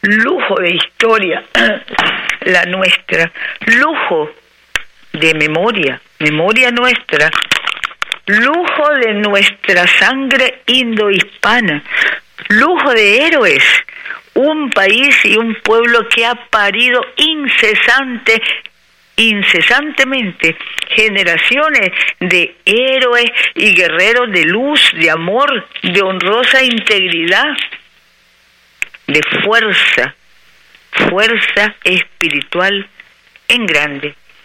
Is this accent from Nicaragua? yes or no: yes; Nicaragua; cuánto orgullo el nuestro de ser verdaderos nicaragüenses patrióticos